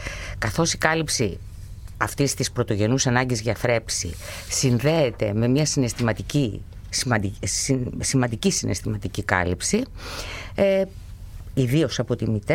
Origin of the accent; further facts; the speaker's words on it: Greece; είμαστε Έλληνες, ένας μεσογειακός λαός